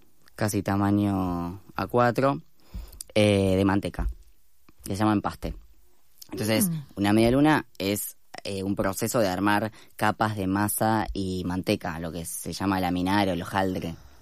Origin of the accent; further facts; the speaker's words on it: La Pampa, Argentina; soy de La Pampa, en La Pampa nunca había un croissant en ningún lado.